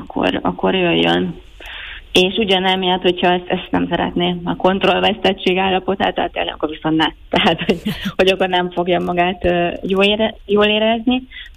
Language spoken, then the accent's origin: Hungarian; Hungary; now in Naples, Italy; magyarként más reflexeink vannak